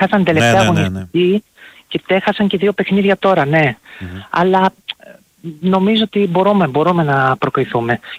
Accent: Mytilene, North Aegean, Greece

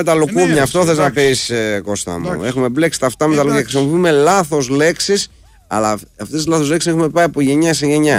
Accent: Greece; Εμείς ως Έλληνες το έχουμε ανάγκη.

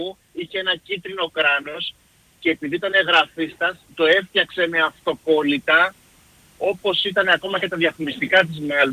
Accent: Western Greece, Greece; Και ήμουνα στο χωριό μου, στην Ηλία.

